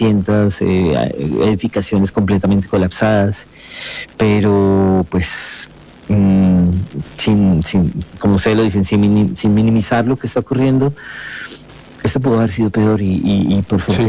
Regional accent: Colombia; los colombianos sabemos madrugar bastante

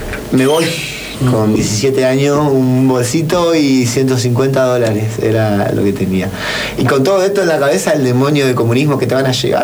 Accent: Concordia, Entre Ríos, Argentina; also born or lived in Cuba; tengo 37 años, oriundo de acá de la ciudad de Concordia, nacido y criado en Zona Sur, Carretera de la Cruz, orgullosamente.

